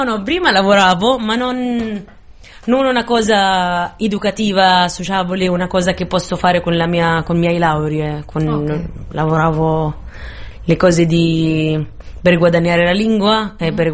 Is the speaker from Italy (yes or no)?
no; Gaza City, Gaza Strip, Palestine; Vengo dalla striscia di Gaza, Palestina, ho 32 anni, non si dice più, però va bene, dai.